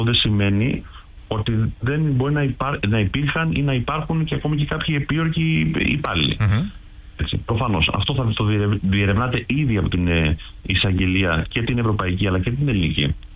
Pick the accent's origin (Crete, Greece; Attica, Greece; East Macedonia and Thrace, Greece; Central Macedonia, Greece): Crete, Greece; εγώ βάζω μέσα και την Κρήτη, τον τόπο μου